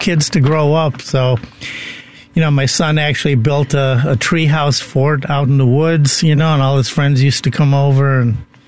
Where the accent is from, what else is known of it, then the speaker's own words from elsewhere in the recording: Chicago, Illinois, United States; Actually, I grew up in Chicago.